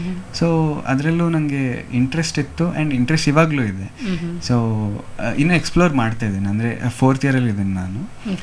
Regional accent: Mangaluru, Karnataka, India; now in Bengaluru, India; ಅದಕ್ಕೋಸ್ಕರ ನಾನು ಮಂಗಳೂರಿಂದ ನನ್ನ ತಂದೆ ತಾಯಿ ನಾವು ಬೆಂಗಳೂರಿಗೆ ಶಿಫ್ಟ್ ಆದ್ವಿ.

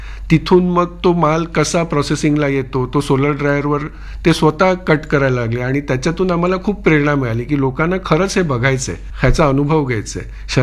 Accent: Dahanu, Maharashtra, India; आमचं गाव समुद्रकिनारी आहे आणि एक वीकेंड डेस्टिनेशन आहे, तर खूप टुरिस्ट येतात. बोर्डी डहाणू हा जो परिसर आहे

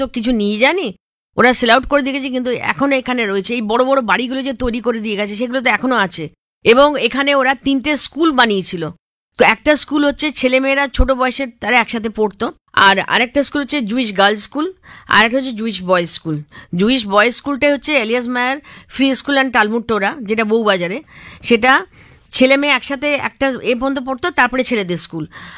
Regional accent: India; এবং আমি যেহেতু ভারতীয়

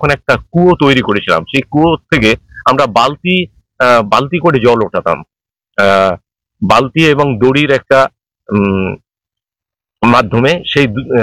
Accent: West Bengal, India; moved away as an adult; now in Jharkhand, India; আমি পশ্চিমবঙ্গের ছেলে

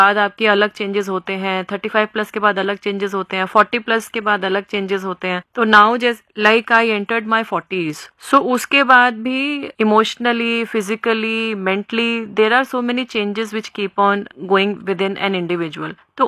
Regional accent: Panipat, Haryana, India; moved away; also born or lived in Delhi / Tripura; मैं पानीपत हरियाणा से बिलोंग करती हूँ, मेरी एजुकेशन दिल्ली में हुई है और नौकरी के तौर पे मैंने त्रिपुरा राज्य में, हरियाणा में मैंने काम किया।

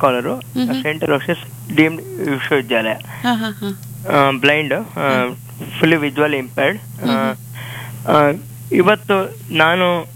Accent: Mulki, Karnataka, India; born there; ನಾನು ಹುಟ್ಟಿದ್ದು ಮುಲ್ಕಿಯಲ್ಲಿ, ಅವಾಗ ಹುಟ್ಟಿದ್ದು. ಆ ಮೂಲ್ಕಿ ಅಂತ ಏನ್ ಹೇಳಿದ್ನಲ್ಲ, ಅದು ಮೂಲಿಕಾಪುರ ಅನ್ನೋ ಒಂದು ಪದದಿಂದ ಬಂದಿರುವಂತದ್ದು. ಎಷ್ಟೋ ಜನರಿಗೆ ಆ ಊರು ಪರಿಚಯ ಇಲ್ಲ.

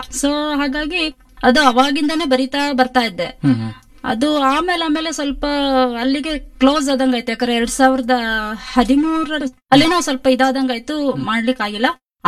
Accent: Ripponpet, Karnataka, India; ಅಂದ್ರೆ ನಾನು ಹುಟ್ಟಿದ್ದೆಲ್ಲ ರಿಪ್ಪನ್ಪೇಟೆ, ಬೆಳೆದಿದ್ದು ಕೂಡ ರಿಪ್ಪನ್ಪೇಟೆ, ಅಂದ್ರೆ ಎಜುಕೇಶನ್ ಎಲ್ಲದೂ ಕೂಡ ಮಲೆನಾಡಲ್ಲೇನೆ.

